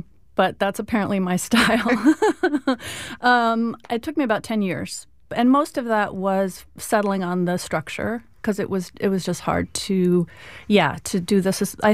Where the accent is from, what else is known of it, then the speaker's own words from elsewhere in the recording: New York, United States; I grew up in New York, but San Diego is my ancestral homeland. My dad is from here.